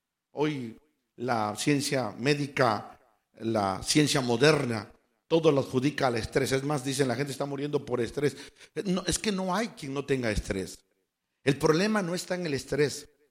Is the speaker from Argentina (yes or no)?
no; Michoacán, Mexico; now in United States; yo soy de la Peña Colorada. Allá de un rancho, por allá, por Tangamanapio. Entonces, gracias al Señor que llegué aquí y los años que Dios me ha permitido vivir aquí